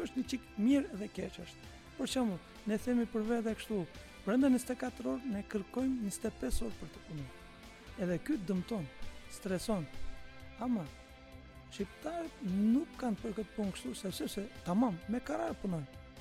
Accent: Istanbul, Turkey; Un jam nga Stambulli, edhe kemi njohim nga Turqia

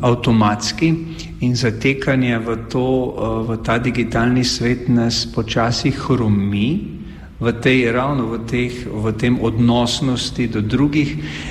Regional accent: Mozirje, Savinjska, Slovenia; also born or lived in Celje / Prekmurje; now in Ptujska Gora, Slovenia; odraščal sem v Mozirju, potem obiskoval gimnazijo v Celju

